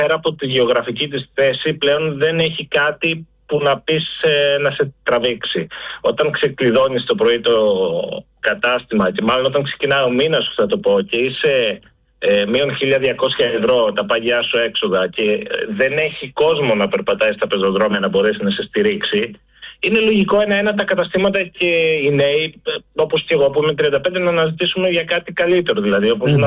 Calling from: Central Greece, Greece; αγαπώ τον τόπο μου, αγαπώ την Βρετανία επίσης όπου και κατάγομαι.

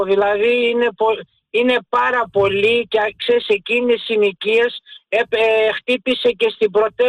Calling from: Acharnes, Attica, Greece; από το Μενίδη.

